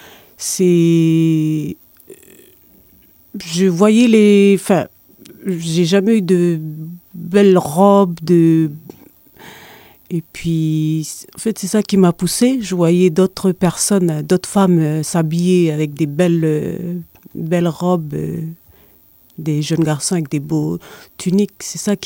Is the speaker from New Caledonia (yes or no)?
yes; Ouvéa, Loyalty Islands Province, New Caledonia; now in Ponérihouen, New Caledonia; Je suis originaire d'Ouvéa. Je suis mariée sur Ponéry.